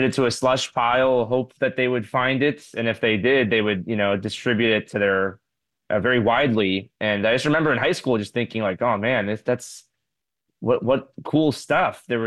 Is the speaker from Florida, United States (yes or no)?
yes; Florida, United States; I grew up in Florida. I didn't have a lot of friends that were interested in making movies for the most part. And I lived in a pretty remote, you know, a part of Florida. I lived in near the Everglades Holiday Park.